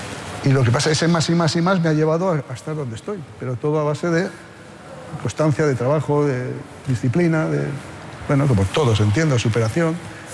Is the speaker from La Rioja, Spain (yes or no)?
yes; Haro, La Rioja, Spain; moved away; also born or lived in Bilbao; en un pueblo maravilloso, que les invito a visitar, mi pueblo es Aro, en La Rioja, fantástico, se come y se bebe muy bien y hay muy buena gente.